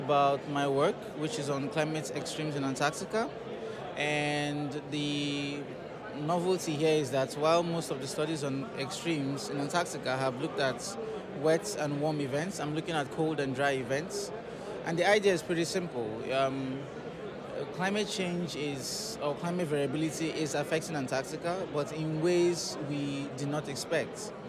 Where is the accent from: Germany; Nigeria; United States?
Nigeria; now in Hobart, Australia; I'm Nigerian. I am with the University of Tasmania. I work at the Institute of Marine and Antarctic Studies, IMAS. I actually just arrived in Hobart about a week ago to start the second year of my PhD.